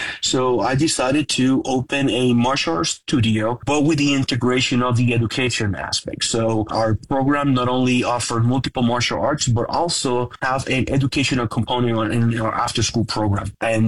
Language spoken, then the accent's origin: English; San Juan, Puerto Rico; moved away as an adult; now in Colorado Springs, United States; I'm actually originally from San Juan, Puerto Rico. I was born and raised in the island.